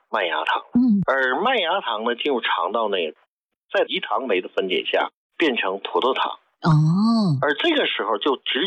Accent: China

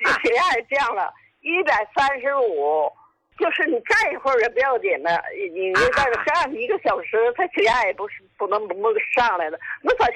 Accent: Qinhuangdao, Hebei, China; 秦皇岛的。

